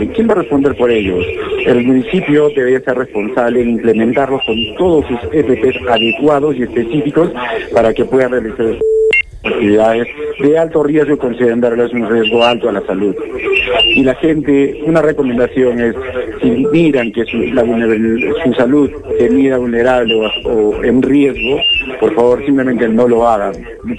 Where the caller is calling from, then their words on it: Cerro Colorado, Arequipa, Peru; yo soy de Cerro Colorado.